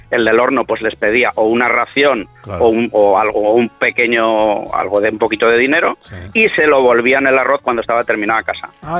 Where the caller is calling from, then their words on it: Valencia, Valencian Community, Spain; soy de Valencia.